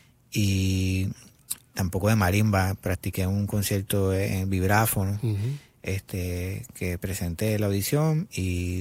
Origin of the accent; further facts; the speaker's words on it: Mayagüez, Puerto Rico; also born or lived in Añasco, Puerto Rico; Mira, yo crecí en Mayagüez, Puerto Rico, y luego mi crianza fue entre Mayagüez y Añasco.